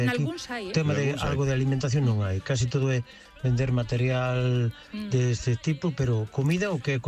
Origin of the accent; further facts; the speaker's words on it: Narón, Galicia, Spain; Bos días, Galicia por diante.